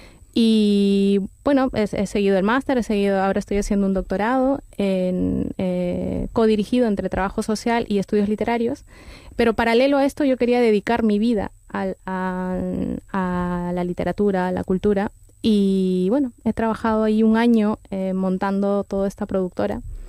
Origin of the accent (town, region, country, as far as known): Peru; now in Spain